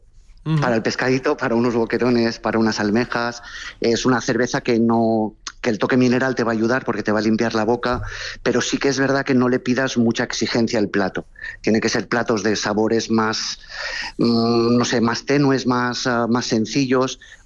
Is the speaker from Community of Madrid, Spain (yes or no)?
no; Valencian Community, Spain; nosotros de momento somos valencianos